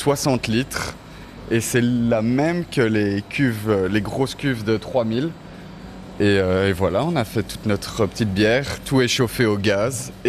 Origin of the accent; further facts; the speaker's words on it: Brussels, Brussels-Capital Region, Belgium; moved away as an adult; now in Martigny, Switzerland; je suis bruxellois du coup